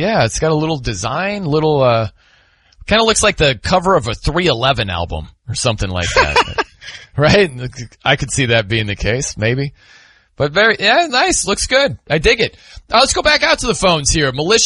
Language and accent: English; Indiana, United States; Actually, you know, Chicago is closer to my hometown than Indianapolis is. So I don't know. Some people are like, well, I mean, you're in Indiana. You're a Hoosier. It's like Chicago's closer.